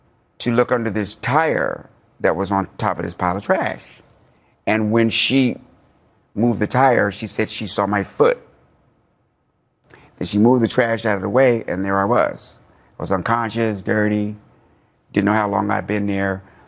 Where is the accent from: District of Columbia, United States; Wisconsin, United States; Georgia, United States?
District of Columbia, United States; Washington; born or raised there; moved away